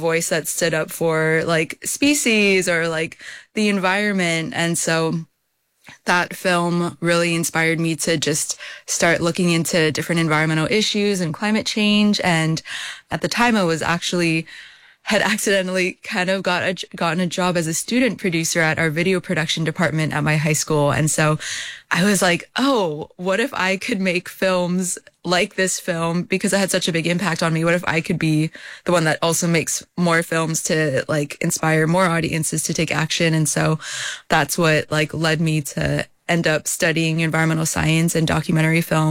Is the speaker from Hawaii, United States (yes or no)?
yes; Hawaii, United States; Yes, I grew up in Hawaii, and everyone assumes that because I grew up in Hawaii, I grew up really connected to nature